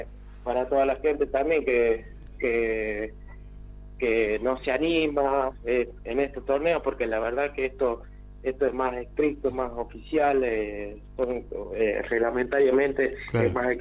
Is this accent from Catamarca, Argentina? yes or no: yes; Catamarca, Argentina; Bueno, yo soy nacido y criado en Catamarca, sí. Yo soy del norte.